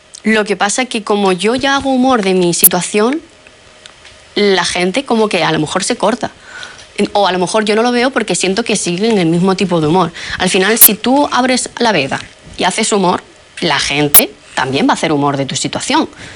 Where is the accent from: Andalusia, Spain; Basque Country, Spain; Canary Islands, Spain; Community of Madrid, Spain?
Andalusia, Spain; y allí en Andalucía, que nosotros somos de Andalucía, se ha hecho una orden